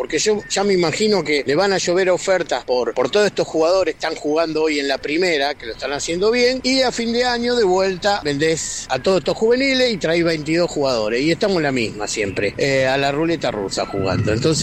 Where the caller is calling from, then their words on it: City Bell, Buenos Aires Province, Argentina; de Citibel.